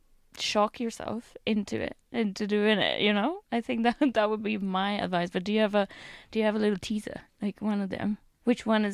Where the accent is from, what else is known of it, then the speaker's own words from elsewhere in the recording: Spain; moved away as an adult; I'm from Spain